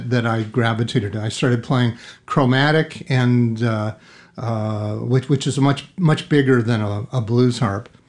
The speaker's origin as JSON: {"language": "English", "town": "Chicago", "region": "Illinois", "country": "United States", "tie": "born or raised there", "moved": "yes", "said": "grew up in Chicago, and mm-hmm. I was surrounded by blues and R&B and Motown."}